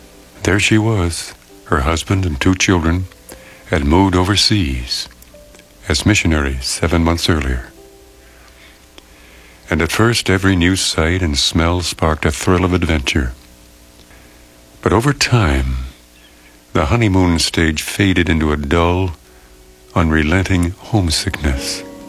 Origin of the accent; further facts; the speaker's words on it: Philadelphia, Pennsylvania, United States; moved away as an adult; I'm from Philadelphia. I still retain some of the accent.